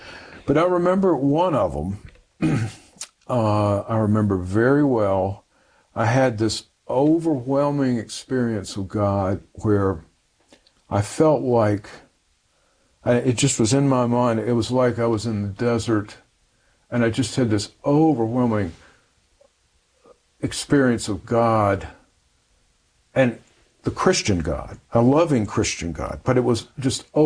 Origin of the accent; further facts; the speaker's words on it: the South, United States; You know, I grew up in the South.